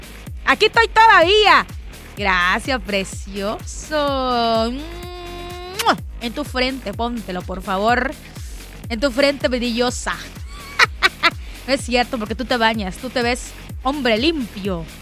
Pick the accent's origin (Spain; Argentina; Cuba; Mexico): Mexico; es una de las canciones más emblemáticas como mexicanos